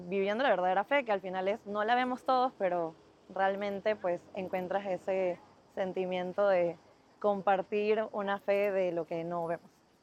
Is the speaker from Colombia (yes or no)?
no; Ecuador; now in Panama; soy ecuatoriana, vivo en Panamá, tengo 26 años y esta es mi primera vez en Meyugori.